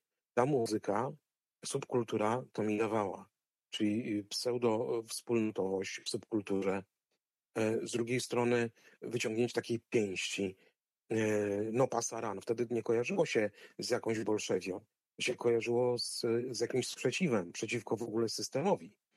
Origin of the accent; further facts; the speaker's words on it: Szczytno, Warmian-Masurian Voivodeship, Poland; ja wychowywałem się na osiedlu, gdzie mieszkały rodziny oficerskie, szczytnie, pilotów z Lipowca, z jednostki wojskowej, a jednocześnie było sporo rodzin milicyjnych, bo też była szkoła milicyjna